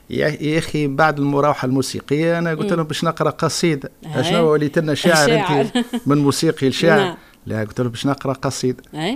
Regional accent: Sbeitla, Kasserine Governorate, Tunisia; now in Tunis, Tunisia; في مدينتي سبيطلة

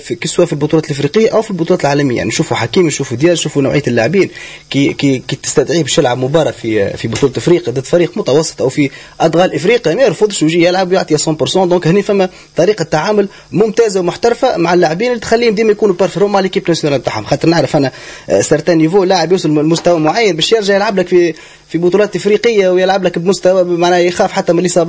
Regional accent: Tunisia

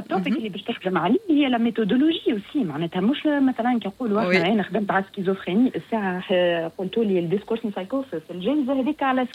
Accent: Tunisia; اللي عندنا في تونس

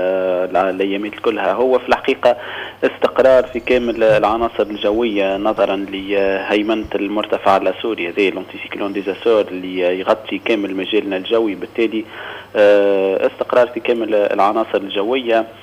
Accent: Tunisia; عندنا في تونس

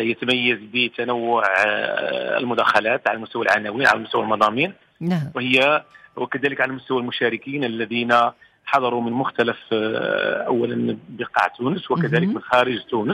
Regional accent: Morocco; بالنسبة لنا كمغاربة

